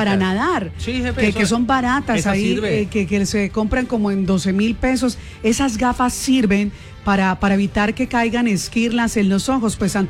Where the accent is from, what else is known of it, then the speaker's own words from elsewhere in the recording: Cali, Valle del Cauca, Colombia; La solidaridad nuestra es lo que más nos caracteriza como caleños.